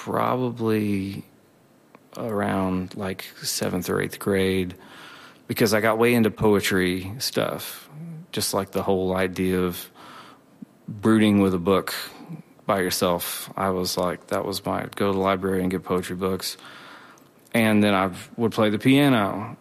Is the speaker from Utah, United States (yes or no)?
no; Bearden, Oklahoma, United States; growing up in Bearden, not even Okemah